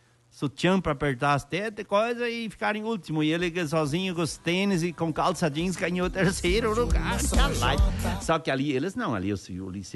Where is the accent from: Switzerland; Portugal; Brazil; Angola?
Brazil; Pinhalzinho; Todos ouvem o rádio, Limãozinho, ó. Pode ser qualquer uma aí. Eu sou de Pinhalzinho, obrigado.